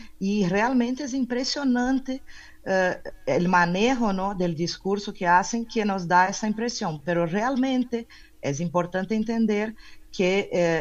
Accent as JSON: {"language": "Spanish", "country": "Brazil", "moved": "yes", "lives_now": "Mexico", "said": "Desde México, y yo soy de Brasil, ¿no? Originalmente"}